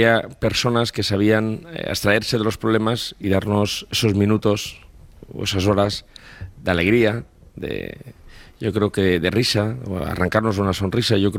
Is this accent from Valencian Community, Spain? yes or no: yes; Valencian Community, Spain; yo creo que sí que tenía algunos rasgos muy característicos, TIP, de lo que somos los valencianos.